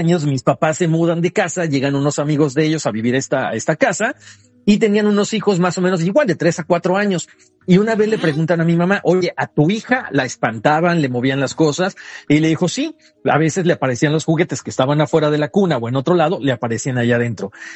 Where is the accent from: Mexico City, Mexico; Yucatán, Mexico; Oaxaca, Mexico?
Oaxaca, Mexico; yo soy de Oaxaca.